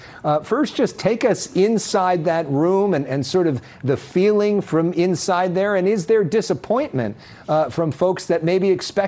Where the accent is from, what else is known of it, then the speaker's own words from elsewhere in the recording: California, United States; I just want to say, Harry, as a Californian, it's amazing that people count overnight.